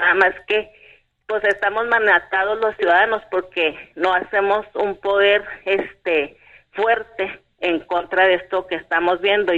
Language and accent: Spanish; Mexico; nosotros como los mexicanos